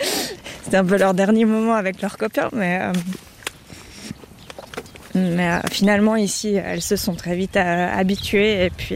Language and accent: French; Jura, Switzerland; also born or lived in Geneva; Ça fait bientôt un an qu'on est là. On est jurassien.